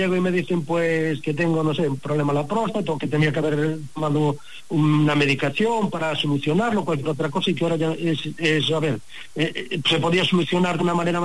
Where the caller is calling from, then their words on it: Pontevedra, Galicia, Spain; De Pontevedra.